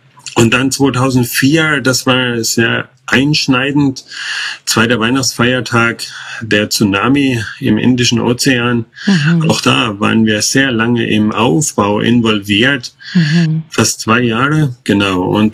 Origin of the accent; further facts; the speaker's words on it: Central Germany, Germany; moved away as an adult; also born or lived in Thailand; Ich komme hier gebürtig aus der Mitte von Deutschland. Vielleicht hört man das auch ein bisschen an meinem Akzent. Und ja, war 15 Jahre mit OMF in Asien gewesen